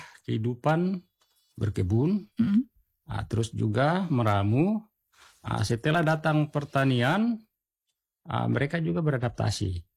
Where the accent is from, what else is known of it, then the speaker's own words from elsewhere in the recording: Sowa, Papua, Indonesia; kalau kampung saya, kampung Senayu, Sowa ya, itu kampung Sowa, kita berada di wilayah dusun itu, dusun Senayu.